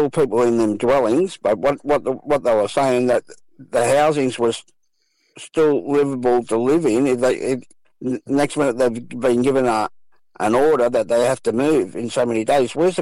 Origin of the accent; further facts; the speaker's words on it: Sydney, New South Wales, Australia; born there; also born or lived in Wiradjuri country; We grew up in South Sydney, mm. Redfern All Blacks we played for